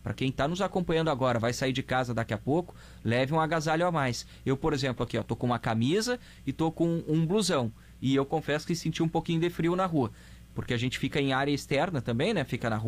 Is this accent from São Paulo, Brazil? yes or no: no; Bagé, Rio Grande do Sul, Brazil; moved away; Sou de Bagé, a gente está um pouco acostumado com o frio, né?